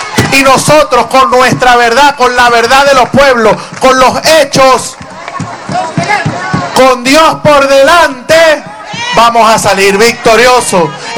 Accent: Venezuela; somos el pueblo venezolano

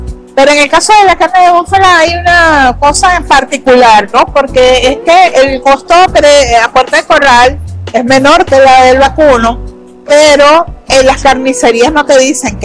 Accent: Venezuela; Yo me siento bien orgulloso como venezolana

